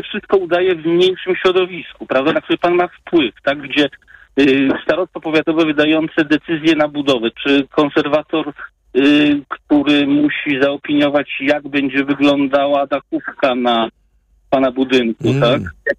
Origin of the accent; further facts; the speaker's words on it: Wrocław, Lower Silesian Voivodeship, Poland; born there; moved away as an adult; now in near Wrocław, Poland; Ja przedstawiłem się państwu jako osoba z Podwrocławia, ale jestem z urodzenia wrocławianinem, uciekłem z tej metropolii właśnie do mniejszego, do tak zwanego Warzanka